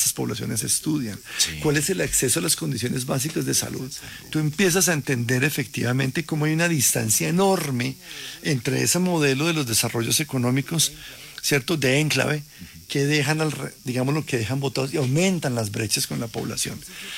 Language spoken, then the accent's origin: Spanish; Colombia